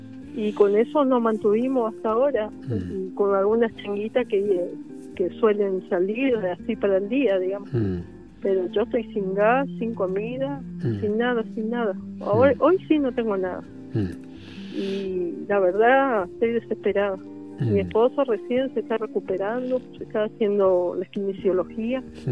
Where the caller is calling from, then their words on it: Almirante Brown, Buenos Aires Province, Argentina; Yo vivo en Almirante Brown